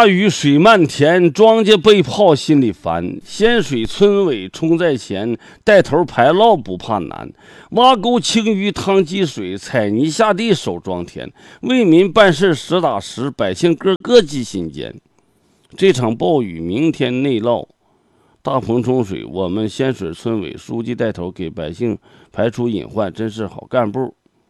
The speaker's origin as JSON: {"language": "Chinese", "region": "Heilongjiang", "country": "China", "tie": "born or raised there", "moved": "yes", "said": "我们黑龙江那边老家那边就是。"}